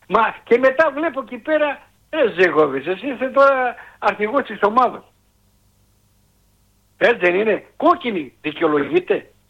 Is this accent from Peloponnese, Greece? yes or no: no; Kapnochori, Western Macedonia, Greece; Εγώ είμαι από το Καπνοχώρι. Είμαι πρόεδρος Καπνοχωρίου.